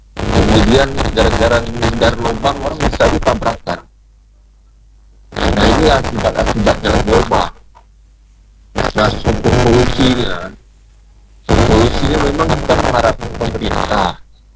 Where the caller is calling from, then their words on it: Riau Islands, Indonesia; di Sungai Jang, katakanlah di daerah saya